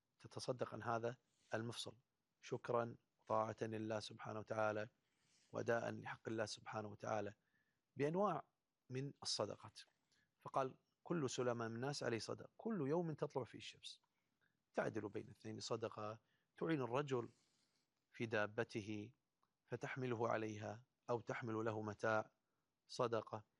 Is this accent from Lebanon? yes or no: no; Kuwait; عندنا في الكويت